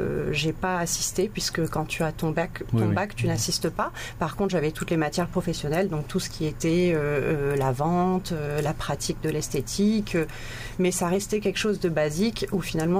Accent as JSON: {"language": "French", "town": "Nouméa", "region": "South Province", "country": "New Caledonia", "tie": "born or raised there", "moved": "yes", "lives_now": "Vanuatu", "said": "j'ai passé toute ma jeunesse en Calédonie"}